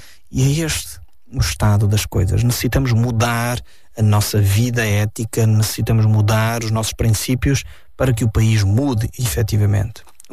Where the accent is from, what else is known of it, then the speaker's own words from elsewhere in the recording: Portugal; é triste para mim, como português, ter que voltar tão para trás para encontrar alguma coisa de interessante que aconteceu na nossa história